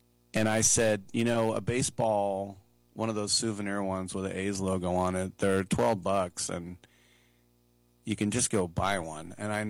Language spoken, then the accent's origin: English; California, United States; just, you know, as a Californian, what do you want, the ball?